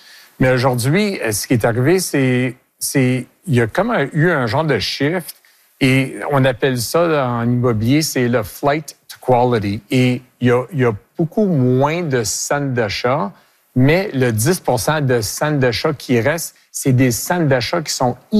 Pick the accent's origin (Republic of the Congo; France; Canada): Canada; Quebec; Écoute, je suis fier québécois. J'ai été né ici. Mes parents ont été nés ici. Mes grands-parents ont été nés ici. J'ai été éduqué en français.